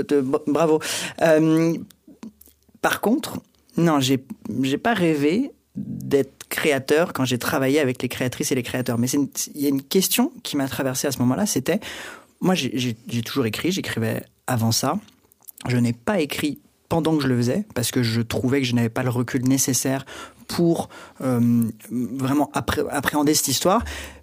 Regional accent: Paris, Île-de-France, France; En fait, donc moi, je suis né et j'ai grandi à Paris, d'un père québécois, et donc toute ma famille est au Québec. Donc j'ai vraiment grandi entre ces deux cultures.

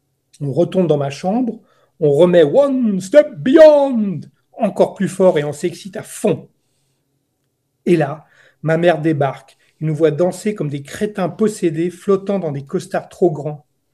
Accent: Geneva, Switzerland; born there; chez moi en Suisse

